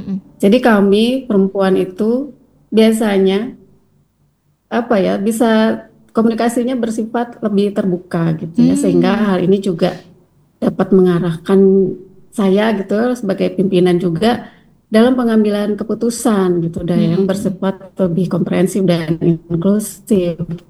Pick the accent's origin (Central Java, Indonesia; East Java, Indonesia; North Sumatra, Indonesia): North Sumatra, Indonesia; Medan; also born or lived in Aceh; Saya asli Medan, Aceh.